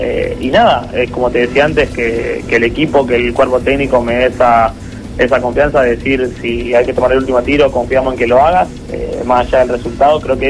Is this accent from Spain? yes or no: no; Buenos Aires, Argentina; Yo vengo de la zona de Buenos Aires, que por ahí éramos más equipos y no era tanta la paridad entre los 8 equipos.